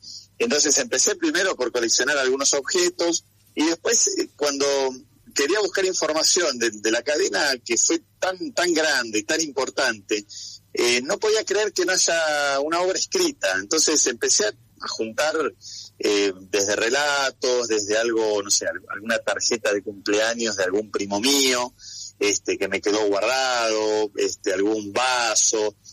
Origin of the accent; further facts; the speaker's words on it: Buenos Aires, Argentina; Yo soy nacido en el año 81, me llevaba mi mamá a comer a ese lugar que para mí era fantástico. Yo soy nacido y criado en Liniers y me iba al local que estaba en Floresta